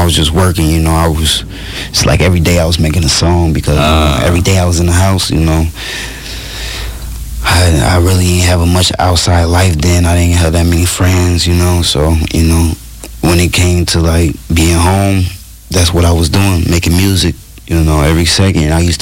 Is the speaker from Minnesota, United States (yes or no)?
yes; Saint Paul, Minnesota, United States; now in Minneapolis, United States; I had moved to Minneapolis, and, you know, it was a different environment. So, like I said, I'm from St. Paul